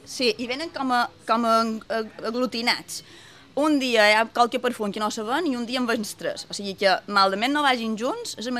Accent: Felanitx, Balearic Islands, Spain; Ja me fa llàstima, perquè jo, per exemple, ja som de Porto Colom, i Felanitx, que ha estat el meu poble tota la vida, és un poble mort

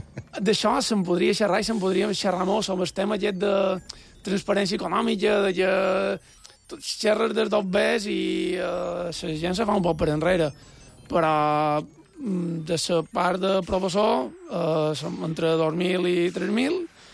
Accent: Felanitx, Balearic Islands, Spain; Som de Felanitx, en concret de Porto Colom. Jo vivia allà. Som de la mà. M'agrada moltíssim la mà, moltíssim. I som de 1988. Som mil·lennial.

